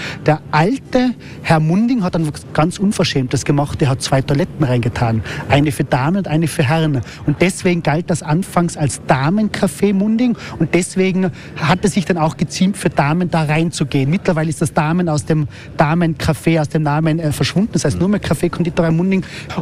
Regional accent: Tyrol, Austria; Aber die Mozartkugel ist, muss ich jetzt natürlich als Tiroler sagen, nichts Besonderes.

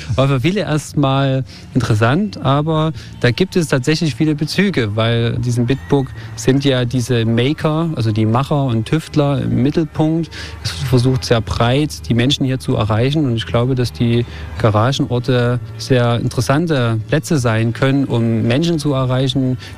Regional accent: Glauchau, Saxony, Germany; born there; Ich bin hier in Klauchau geboren, ist etwa 20 Kilometer von Chemnitz entfernt.

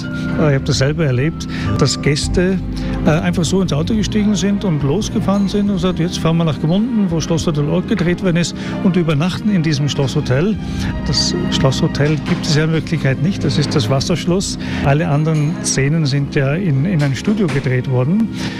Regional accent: Bedford, East of England, United Kingdom; German is a second language; now in Austria; Aus Bedford, das liegt so 50 Kilometer nördlich von London.

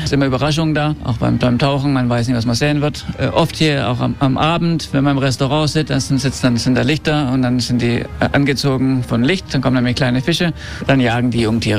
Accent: Ibiza, Balearic Islands, Spain; born or raised there

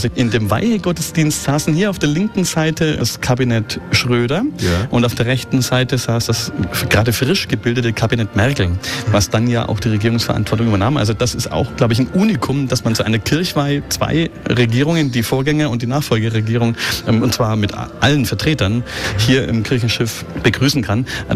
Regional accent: Neuendettelsau, Bavaria, Germany; moved away as an adult; also born or lived in Nuremberg / Bayreuth / Lübeck; now in Dresden, Germany; ich bin in Nürnberg geboren am 2. Dezember. Ich bin also ein Nürnberger Christkind, wenn man so sagen möchte und bin dann im Umland aufgewachsen in Neuendettelsau

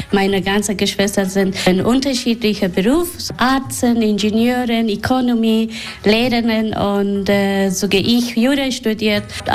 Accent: Afghanistan; now in Germany; ich weiß, dass ich so wie in Deutschland leben kann, in Afghanistan, bleibe ich nicht hier. Das ist meine Heimat.

